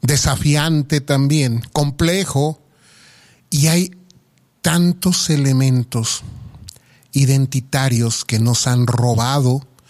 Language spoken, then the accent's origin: Spanish; Mexico; nos constituyen verdaderamente como mexicanos.